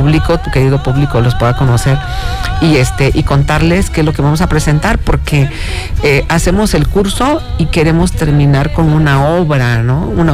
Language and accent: Spanish; Veracruz, Mexico; vengo de Veracruz y allá la música es muy guapachosa.